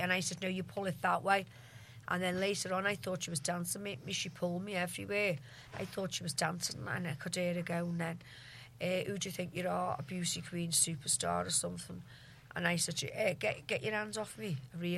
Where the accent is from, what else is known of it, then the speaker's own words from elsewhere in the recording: Ireland; they weren't bothered about me being Irish then.